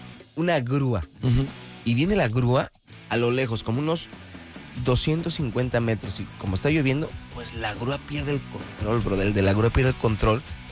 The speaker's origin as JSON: {"language": "Spanish", "country": "Mexico"}